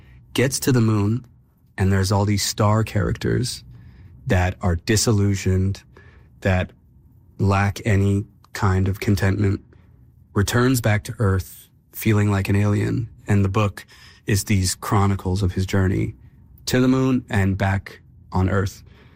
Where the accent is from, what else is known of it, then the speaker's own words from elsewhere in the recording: Toronto, Ontario, Canada; I grew up in Toronto. I love it. I love everything about it. I love even the subways, even though everyone hates them.